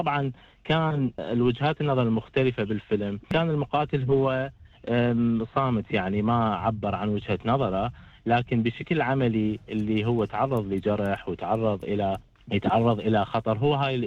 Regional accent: Iraq; طبعا كعراقي حس بهذا الخطر

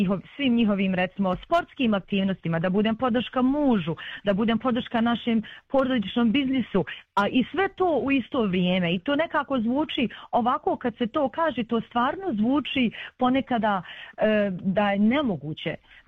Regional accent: Srebrenica, Republika Srpska, Bosnia & Herzegovina; pošto lično ja sam iz Srebrenice

